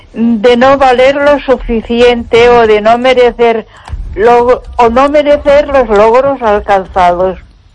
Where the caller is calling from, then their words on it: Ponferrada, Castile and León, Spain; Buenas noches, Esther … de Ponferrada.